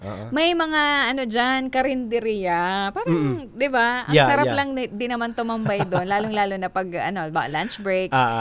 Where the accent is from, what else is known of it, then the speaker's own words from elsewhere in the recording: Tiwi, Bicol Region, Philippines; Uy, my hometown.